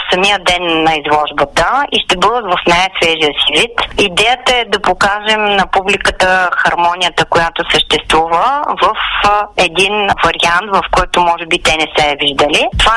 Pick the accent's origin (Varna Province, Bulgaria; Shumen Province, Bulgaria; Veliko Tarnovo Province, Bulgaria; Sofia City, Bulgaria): Veliko Tarnovo Province, Bulgaria; Veliko Tarnovo; в моя роден град Търново